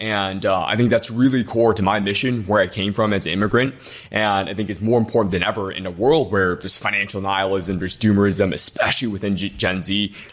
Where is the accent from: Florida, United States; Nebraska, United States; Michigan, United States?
Michigan, United States; Detroit; Born and raised in Detroit, my parents are immigrants. We didn't have a lot of money growing up.